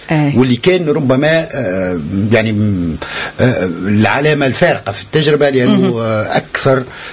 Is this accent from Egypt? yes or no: no; Tunisia; عندنا في تونس